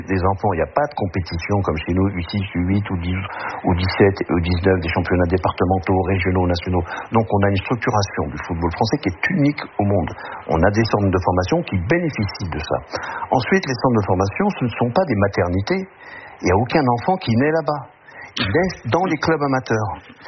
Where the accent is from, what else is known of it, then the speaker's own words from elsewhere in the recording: Île-de-France, France; Chaque week-end, chez nous, en Ile-de-France, ressemble à des championnats de France de jeunes.